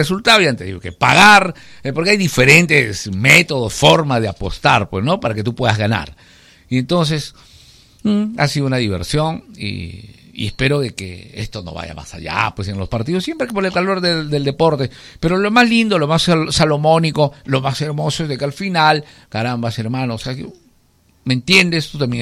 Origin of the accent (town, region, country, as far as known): Peru